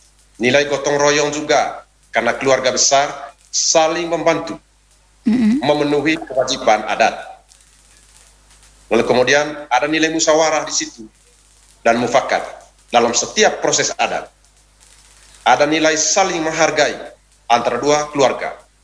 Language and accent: Indonesian; East Nusa Tenggara, Indonesia; Kalau konteks belis untuk kita orang Manggarai tidak seperti itu.